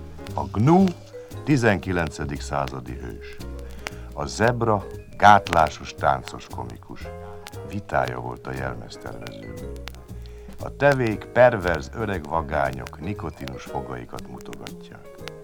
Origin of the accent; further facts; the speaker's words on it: Budapest, Hungary; Csak sajnos a Gundelt építették át. Itt nőttem fel, gyönyörű és zsibongó kulisszák között, kis biciklimmel rohangálva a lépcsőkön, palackokat hordva, hordókat görgetve, disznókat etetve